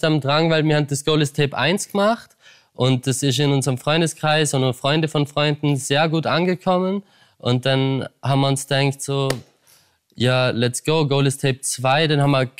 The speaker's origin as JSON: {"language": "German", "town": "Hard", "region": "Vorarlberg", "country": "Austria", "moved": "yes", "lives_now": "Berlin, Germany", "said": "Ich komme aus Hart und er aus Lustenau. Und wir sind gemeinsam nach Berlin gezogen vor 5 Jahren"}